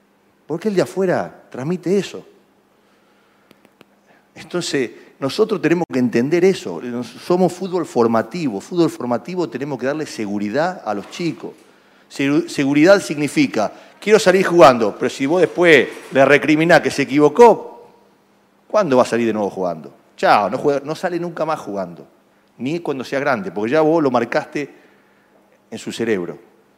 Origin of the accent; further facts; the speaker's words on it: Rosario, Santa Fe, Argentina; yo soy de Rosario, no puedo concebir que Rosario, una ciudad tan futbolera como Rosario